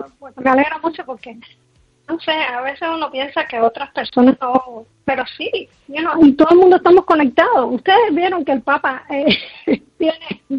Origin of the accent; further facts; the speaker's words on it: Cuba; now in Chicago, United States; la conocí cuando salí de Cuba, yo no sabía